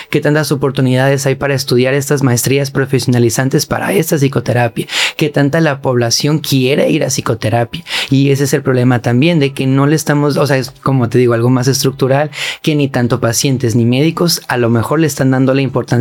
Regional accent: Mexico

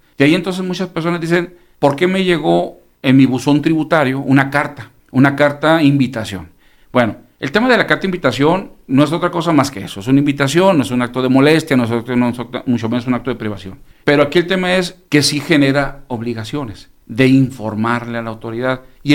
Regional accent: Mexico; de nosotros como mexicanos

